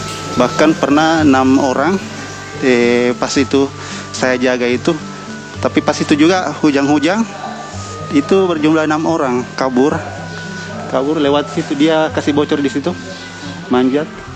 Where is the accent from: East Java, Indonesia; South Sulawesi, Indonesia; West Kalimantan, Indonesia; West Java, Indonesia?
South Sulawesi, Indonesia; Makassar; asal dari Makassar.